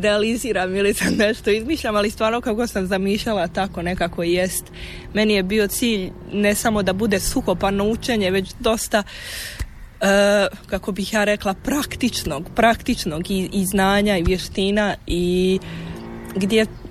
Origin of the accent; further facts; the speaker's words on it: Donja Mahala, Federation of Bosnia and Herzegovina, Bosnia & Herzegovina; Ja dolazim iz Bosanske Posavine, odnosno iz Donja Mahale kod Orašja.